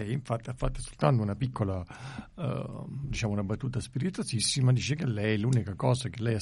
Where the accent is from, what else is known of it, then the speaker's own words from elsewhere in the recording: Southern Italy, Italy; perché siamo del sud.